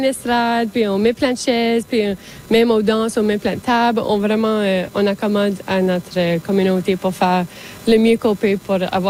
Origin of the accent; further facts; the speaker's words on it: Acadia, Canada; Alors, je pense que c'est vraiment important de se souvenir qu'on est acadienne, notre culture est acadienne.